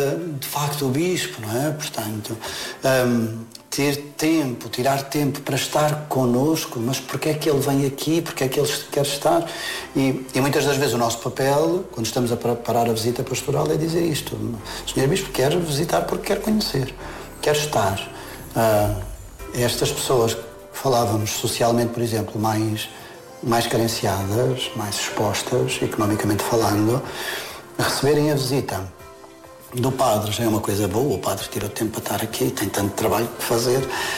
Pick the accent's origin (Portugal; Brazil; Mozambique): Portugal; Madeira; Sim, eu sou madeirense, portanto a ligação dos ilhéus com o mar é assim muito profunda.